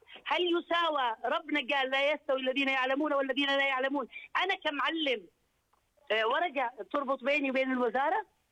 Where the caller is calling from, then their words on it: Jordan; إحنا عايشين في ظل الرأي الهاشمية